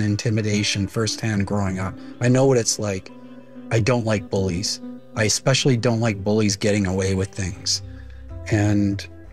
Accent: Vancouver, British Columbia, Canada; I grew up in a hardscrabble part of Vancouver.

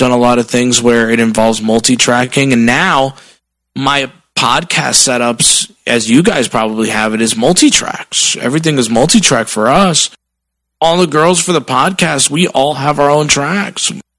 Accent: Paterson, New Jersey, United States; I grew up in New Jersey, in Paterson, New Jersey. It was a really decent-sized city, full of a lot of culture.

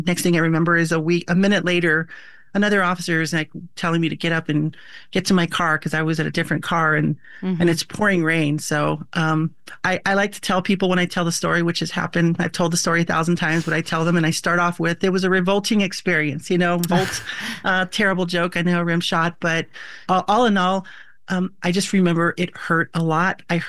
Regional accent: El Paso, Texas, United States; You know, I grew up in El Paso, Texas. So not the same desert, the Chihuahuan desert, but my mother would always take me to the park, you know, when she could.

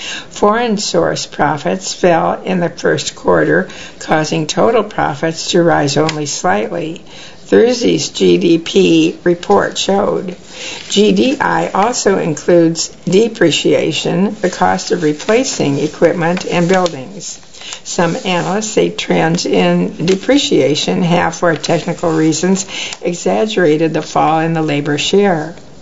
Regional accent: Danville, Illinois, United States; born or raised there

